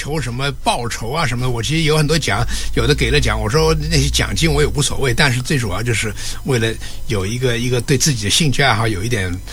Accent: Shanghai, China; born there; 我是在上海的河滨大楼出生的，

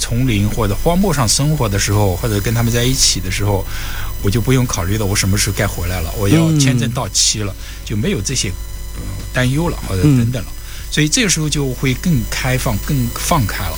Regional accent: Hefei, Anhui, China; moved away; 我们是老乡，我也是合肥的人。

